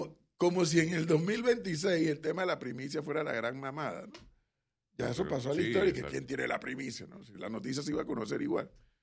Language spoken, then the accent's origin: Spanish; Panama